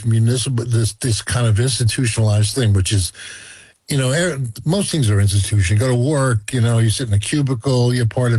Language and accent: English; United States; as an American